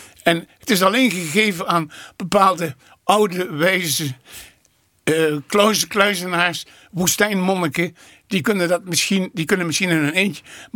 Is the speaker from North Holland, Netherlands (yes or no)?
no; Venlo, Limburg, Netherlands; En dus in het stadje Venlo, waar ik geboren ben en getogen ben. Ja, en daar heb ik dus ook, zeg maar, die jaren 60 beleefd.